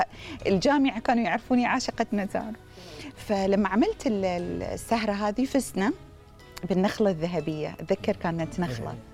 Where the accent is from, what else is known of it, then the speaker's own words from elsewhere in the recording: Bahrain; now in Dubai, United Arab Emirates; كانوا محتاجين لبنت خليجية في الأخبار، كان تلفزيون دبي ما في أي وجه خليجي، يعني ما في مواطنين من الإمارات وما في مواطنة خليجية يعني خليجية موجودة. فأخذوني